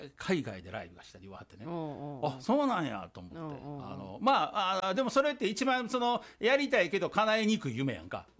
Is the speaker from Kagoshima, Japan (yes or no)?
no; Osaka, Japan; で地元の大阪のね